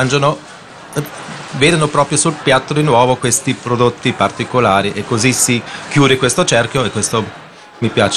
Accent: Trentino-Alto Adige, Italy; Vengo dalla Valli Funes e sono molto felice di essere qui da voi.

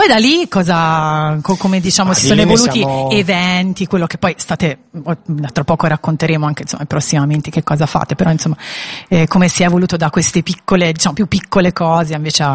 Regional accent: Tuscany, Italy; Poi io da Toscana

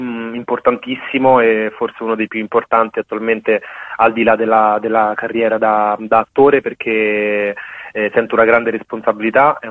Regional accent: Rome, Lazio, Italy; io sono nato e cresciuto a Roma da genitori immigrati africani. Mio padre dal Senegal, mia madre dall'Etiopia, sono venuti negli anni 90 qui in Italia, però appunto sono nato e cresciuto

